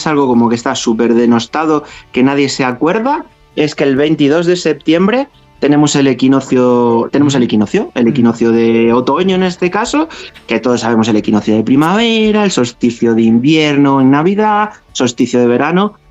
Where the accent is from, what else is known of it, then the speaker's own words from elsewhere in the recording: Galicia, Spain; now in Madrid, Spain; yo que soy gallego, de hecho, llegué ayer de Galicia